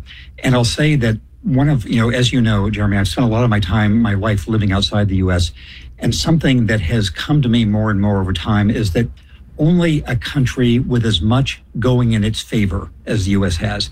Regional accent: California, United States; I was in my home state of California.

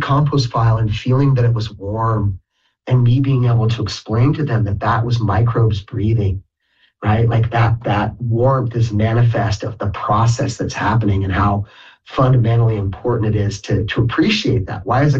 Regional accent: Chico, California, United States; even though growing up in Chico and growing up around kids whose parents were professors

